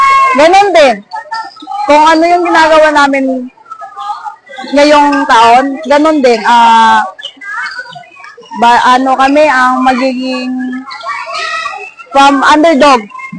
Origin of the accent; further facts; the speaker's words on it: Iloilo City, Western Visayas, Philippines; Taga-Iloilo kami, si Amy, taga-Pututan. Bali kami yung taga-city, siya yung province.